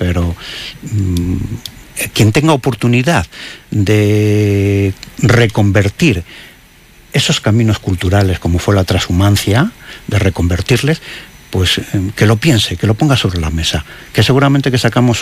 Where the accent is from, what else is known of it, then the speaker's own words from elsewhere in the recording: Guardo, Castile and León, Spain; como yo soy de Guardo, conocía la antracita, porque mi padre trabajó en antracitas de Velilla